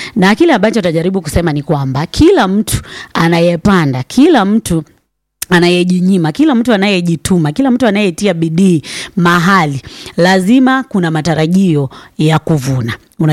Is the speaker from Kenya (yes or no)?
yes; Ukambani, Kenya; Natokea maeneo ya Ukambani.